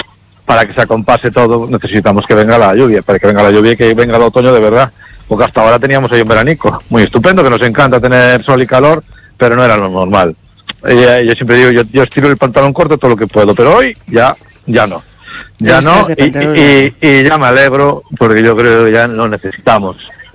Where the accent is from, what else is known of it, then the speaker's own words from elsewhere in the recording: Galicia, Spain; porque nos explicó Galicia en siete objetos, y yo salí de esa conferencia pensando, joder, qué bonita es mi tierra